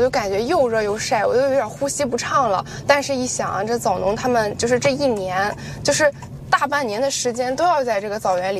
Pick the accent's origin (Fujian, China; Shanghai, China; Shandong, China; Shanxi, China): Shandong, China; Qingdao; moved away as an adult; now in Xiawa, Zhanhua, China; 我家是青岛的，